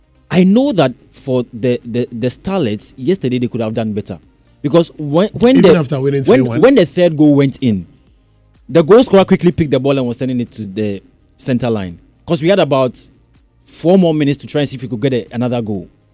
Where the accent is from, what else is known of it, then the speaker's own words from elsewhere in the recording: Ghana; Then I told them that I was from Ghana